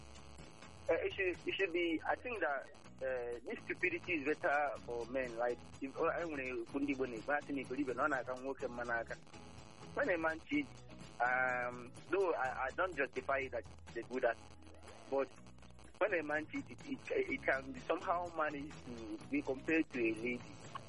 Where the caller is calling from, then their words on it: Nigeria; I'm calling from Omoga.